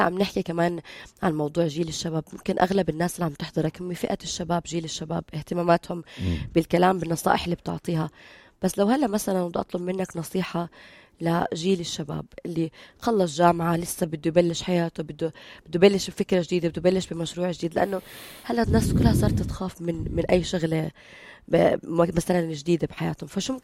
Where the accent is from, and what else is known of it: Jordan